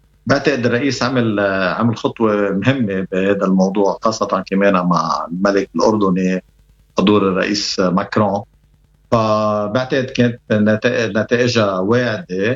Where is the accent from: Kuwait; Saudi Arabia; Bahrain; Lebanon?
Lebanon; بدنا يكون عنا إرادة نحن كلبنانيين